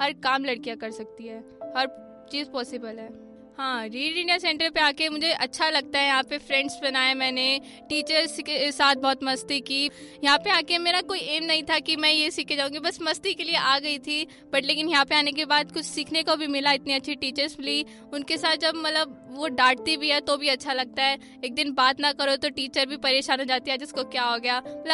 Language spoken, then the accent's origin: Hindi; Delhi, India; born there; शाहबाद गांव में रहने वाली, दिल्ली में। मेरा जन्म दिल्ली में हुआ।